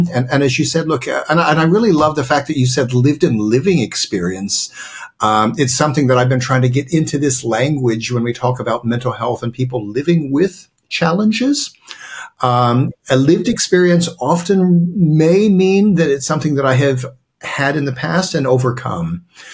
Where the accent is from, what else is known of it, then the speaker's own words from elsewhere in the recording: United States; I'm an American. I grew up in the military. My father was in the Air Force. So we got to do a lot of traveling